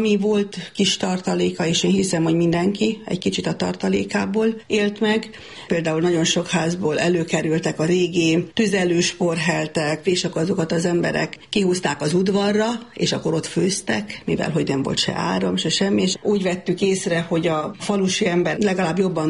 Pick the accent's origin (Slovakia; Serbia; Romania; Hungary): Serbia; Bačko Dobro Polje, Vojvodina; also born or lived in Subotica; innen faluról, Bács-Fekete-hegyről elkerültem Szabadkára, ott gimnáziumot kezdtem